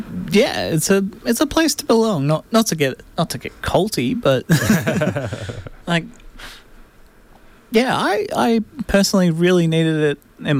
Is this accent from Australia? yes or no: yes; Gold Coast, Queensland, Australia; now in Brisbane, Australia; Growing up on the Gold Coast, listening to radio every day. Then moved up to Brisbane